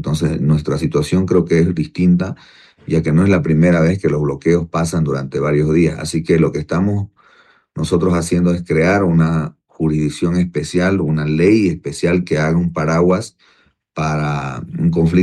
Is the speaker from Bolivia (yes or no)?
yes; Bolivia; nuestra cultura como bolivianos